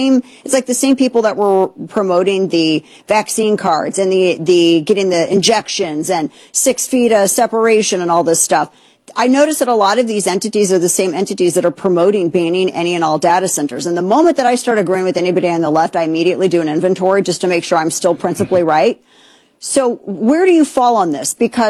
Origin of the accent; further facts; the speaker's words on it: Festus, Missouri, United States; This happened in my hometown of Festus, Missouri.